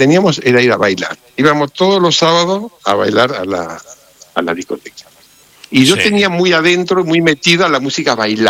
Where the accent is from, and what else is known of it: Mercedes, Buenos Aires Province, Argentina